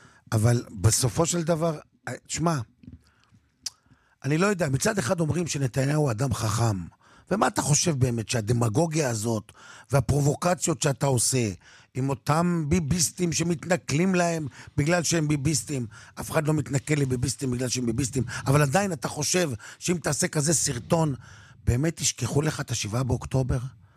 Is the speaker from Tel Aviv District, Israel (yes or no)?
no; Kiryat Shmona, Northern District, Israel; moved away; אני גם בתור ילד בקריית שמונה